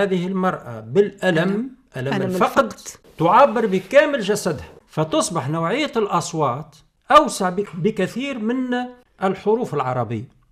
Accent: Tunisia; أنا كمواطن تونسي

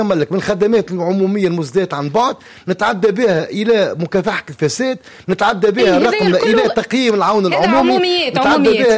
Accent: Tunisia; عندنا في تونس

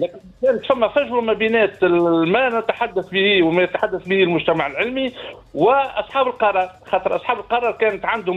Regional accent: Tunisia

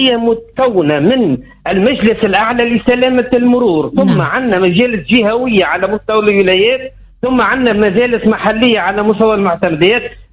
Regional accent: Tunisia; احنا كدولة تونسية

